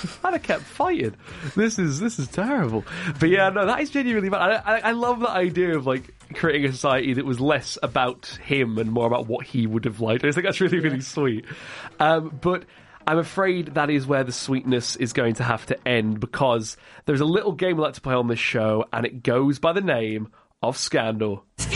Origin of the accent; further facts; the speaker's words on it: Doncaster, Yorkshire and the Humber, United Kingdom; I'm from Doncaster, I know exactly what you mean.